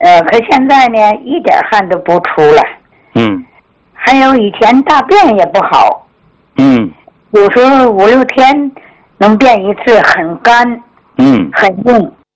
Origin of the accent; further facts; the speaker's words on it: Hebei, China; born there; now in Hegang, China; 我生在河北，我姐姐她先到这个黑龙江鹤岗的